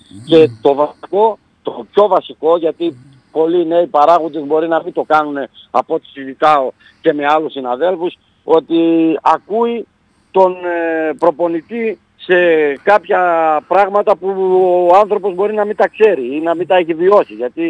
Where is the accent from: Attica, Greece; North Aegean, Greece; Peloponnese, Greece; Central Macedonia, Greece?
Central Macedonia, Greece; Sochos; και στεναχωρέθηκα πολύ για το χωριό μου το Σοχό που έπεσε στην κατηγορία